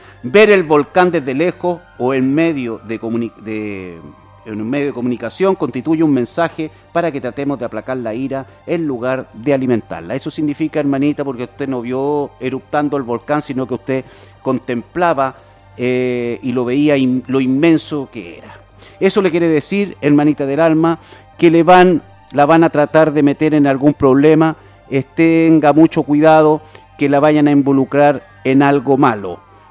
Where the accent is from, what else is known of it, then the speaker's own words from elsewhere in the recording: Chile; born there; moved away as an adult; No, yo soy más chileno que los porotos, nacido en Chile y estoy enamorado de mi país